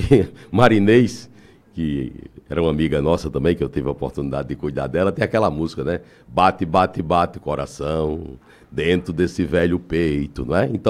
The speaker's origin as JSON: {"language": "Portuguese", "town": "João Pessoa", "region": "Paraíba", "country": "Brazil", "tie": "born there", "said": "Eu nasci em João Pessoa, mas minhas raízes são do sertão da Paraíba, do Vale do Piancó, de Pombal, Sousa, região de Santa Luzia, Cajazeiras, onde estão fincadas as minhas raízes familiares."}